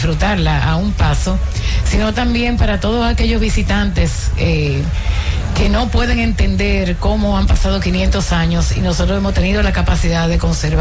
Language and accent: Spanish; Dominican Republic; Nosotros los dominicanos